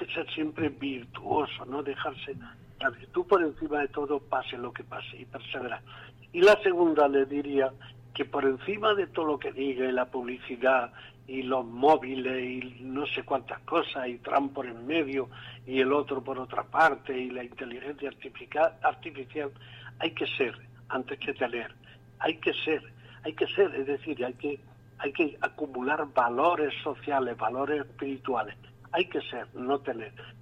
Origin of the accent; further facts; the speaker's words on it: Begíjar, Andalusia, Spain; Pertenezco a un grupo de teatro de aquí, de Vejijas, de mi pueblo